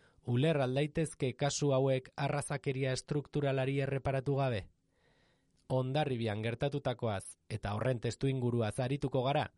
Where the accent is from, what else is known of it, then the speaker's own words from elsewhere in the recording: Pamplona, Navarre, Spain; Iruñekoa naiz